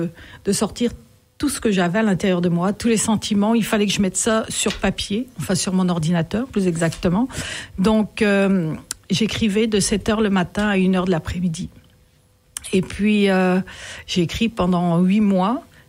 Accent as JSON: {"language": "French", "region": "Grand Est", "country": "France", "moved": "as an adult", "lives_now": "Longueuil, Canada", "said": "Moi, je viens de la Champagne, au-dessus de Reims, oui. Les Ardennes, la région des Ardennes, frontière belge."}